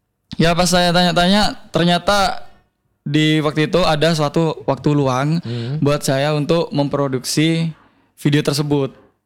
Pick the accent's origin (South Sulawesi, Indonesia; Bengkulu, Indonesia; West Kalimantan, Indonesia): West Kalimantan, Indonesia; Dari dari Kalimantan Barat